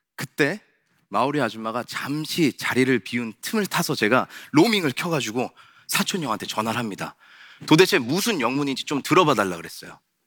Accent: South Korea; 저는 대한민국에서 태어나서 한국에서 쭉 살아온 그냥 토종 한국인입니다.

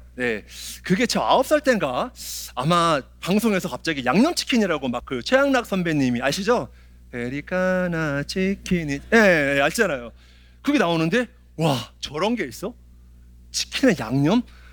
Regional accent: Seoul, South Korea; 저는 이제 그 당시 때 이태원이라는 동네에 살았어요. 어릴 때부터. 근데 소위 좀 어려운 친구들, 가난한 사람들이 많이 살고 좀 위험한 우범지대였어요.

